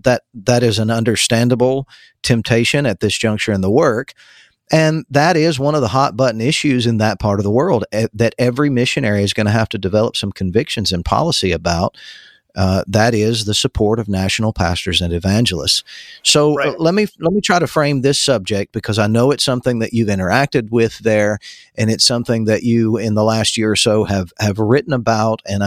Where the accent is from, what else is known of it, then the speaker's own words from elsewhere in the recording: United States; now in Alabama, United States; I went over as an American pastor